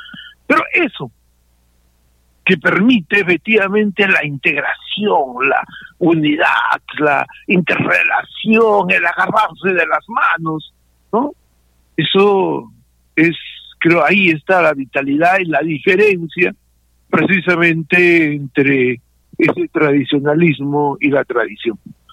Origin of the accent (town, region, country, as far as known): Arequipa, Peru